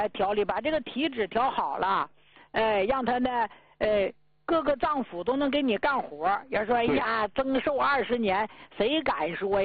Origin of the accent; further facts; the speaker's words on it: Northeast China, China; 咱们东北人知道啥叫肚挺慌，他胀得呼的发肚挺慌不得劲儿。